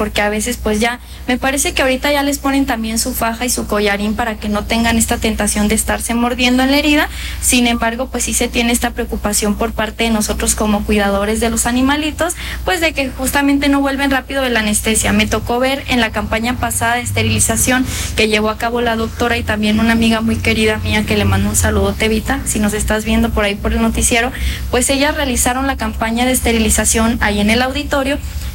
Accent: Mexico; la felicidad de todos nosotros como mexicanos.

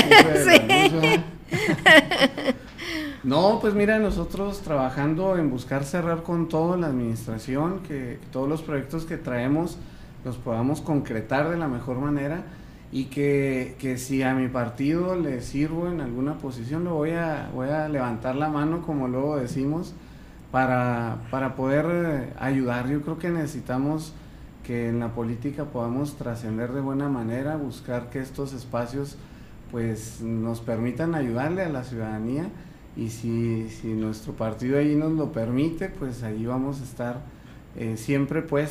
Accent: Guachochi, Chihuahua, Mexico; yo, aunque estoy poquito güerito, pero pues la verdad que hemos convivido en el rancho de la comunidad desde que nacimos en Huachochi.

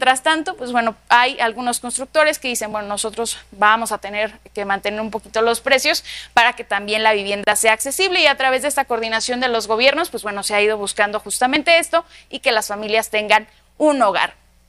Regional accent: Mexico; nosotros como mexicanos

